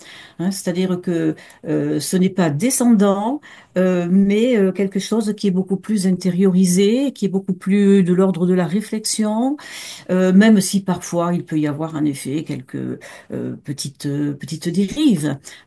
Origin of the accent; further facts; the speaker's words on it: Montpellier, Occitanie, France; Je suis de Lirou, je suis Montpelliéraine